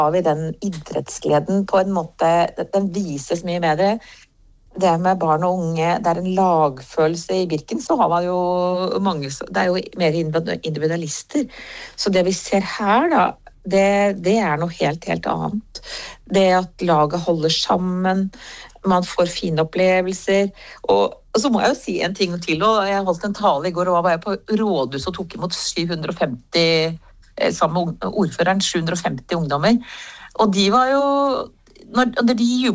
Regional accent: Elverum, Innlandet, Norway; also born or lived in South Sudan / United Arab Emirates; da jeg er fra Elverum, men jeg har vokst opp delvis i Sør-Sudan og Emiratene.

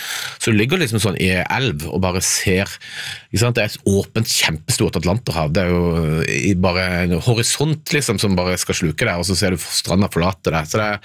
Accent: Agder, Norway; Nei, jeg tenker jo at jeg er fra Sørland, jeg kan svømme som en fisk.

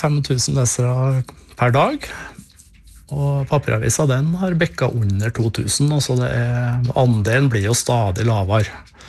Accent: Trøndelag, Norway; moved away as an adult; now in Hadeland, Norway; Så jeg har bodd her nå i 15... Ja, over det. 17-18 år. Men jeg er trønder, ja.

